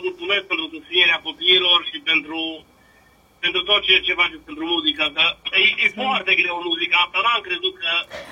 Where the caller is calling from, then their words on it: Vinga, Arad County, Romania; sunt de la Vinga.